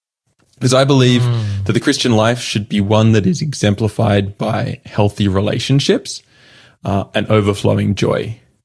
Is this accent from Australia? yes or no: yes; Australia; Number one, I'm Australian. You can tell a little bit by my accent.